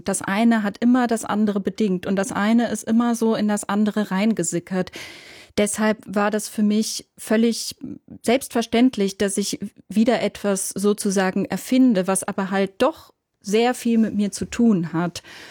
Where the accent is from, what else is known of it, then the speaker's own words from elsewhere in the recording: Switzerland; first language Swiss German; German is a second language; dass meine Muttersprache der Dialekt, also das Schweizerdeutsche ist